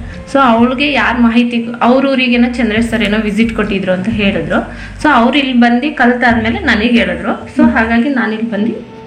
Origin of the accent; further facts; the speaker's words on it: Muttur, Karnataka, India; ನಾನು ಪಿರಿಯಾಪಟ್ಟಣ ತಾಲೂಕು ಮುತ್ತೂರಿಂದ ಬಂದಿದ್ದೀನಿ.